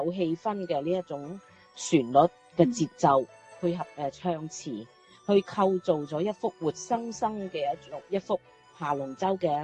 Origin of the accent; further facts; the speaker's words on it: Guangdong, China; 每年呢每个地方特别我们广东啊、我们广东很多地方呢都是会有爬龙舟啦，表达了这个我们中国人民群众呢